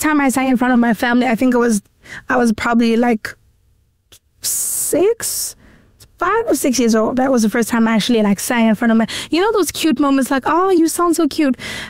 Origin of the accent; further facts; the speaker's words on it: Middelburg, Mpumalanga, South Africa; A child of God, born and bred in Middleburg.